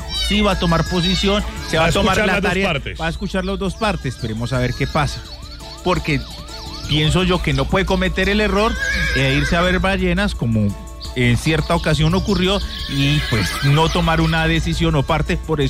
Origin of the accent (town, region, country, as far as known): Colombia